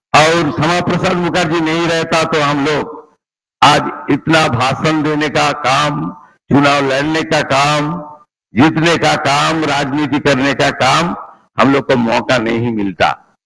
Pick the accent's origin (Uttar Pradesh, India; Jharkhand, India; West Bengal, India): West Bengal, India; इसलिए आज जो खास करके मैं बंगाल से आती हूं, सॉन ऑफ द सॉयल हूं, ये बंगाल भारत में है